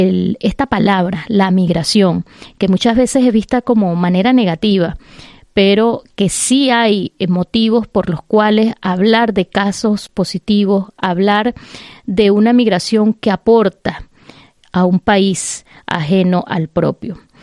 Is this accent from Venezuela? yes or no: yes; Venezuela; first language Spanish; moved away as an adult; now in Germany; la mayoría de los venezolanos que hacemos vida en este país